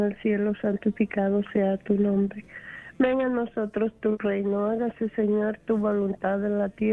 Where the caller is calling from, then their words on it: Denver, Colorado, United States; de la 1340M de Denver, Colorado.